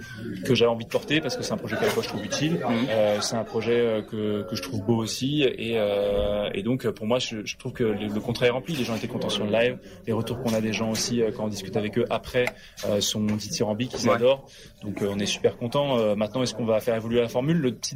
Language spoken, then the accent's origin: French; Brittany, France; Moi, je suis breton